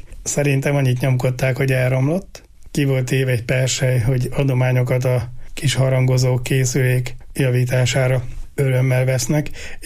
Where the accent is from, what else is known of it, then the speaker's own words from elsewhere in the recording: Hungary; magyarok vagyunk